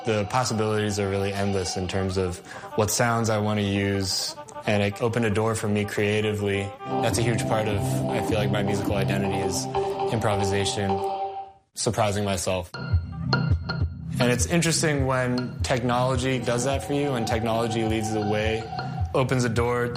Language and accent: English; Hong Kong; also born or lived in New York; now in Dallas, United States; growing up in Hong Kong and then living in New York for 10 years, pretty much like two of the densest places you can live.